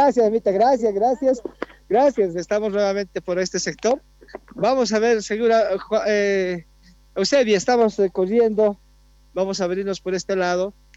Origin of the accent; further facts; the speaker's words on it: Aymaya, Potosí, Bolivia; yo soy de Aymaya